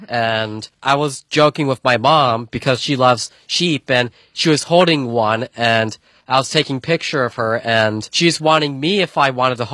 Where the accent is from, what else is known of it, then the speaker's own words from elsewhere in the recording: Florida, United States; as a Floridian